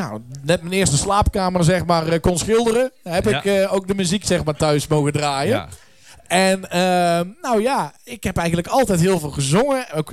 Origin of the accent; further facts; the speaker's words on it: Oss, North Brabant, Netherlands; Ik kom uit Os. Nederland